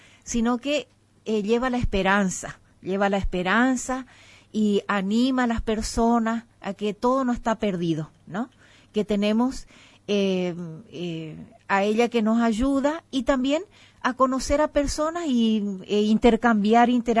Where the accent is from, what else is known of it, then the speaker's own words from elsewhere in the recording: Las Lomitas, Formosa, Argentina; ni yo que soy de Las Lomitas